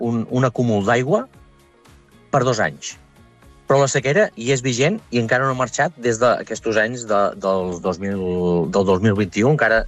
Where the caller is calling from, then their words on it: La Bisbal del Penedès, Catalonia, Spain; la Bisbal del Penedès